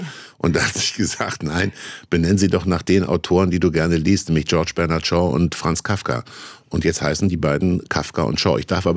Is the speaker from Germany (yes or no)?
yes; Kassel, Hesse, Germany; Und das ist etwas, das habe ich schon als Kind in Kassel gemacht, da bin ich mit der Straßenbahn oder mit meinem Mofa in die Stadtteile gefahren, in denen ich nicht gewohnt habe